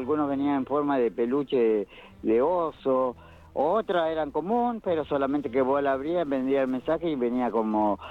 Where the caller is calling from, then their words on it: Avellaneda, Buenos Aires Province, Argentina; Sí, te hablo … de Avellaneda.